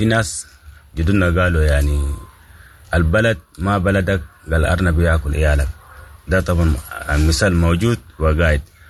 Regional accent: Sudan; الأغل برضو كان ما طبيعي لأنهم نحن سودانيين وأفارقة صحيح

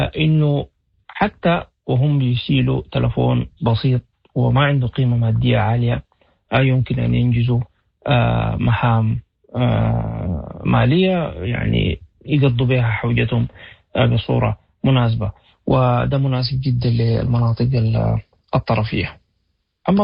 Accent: Sudan; عندنا في السودان

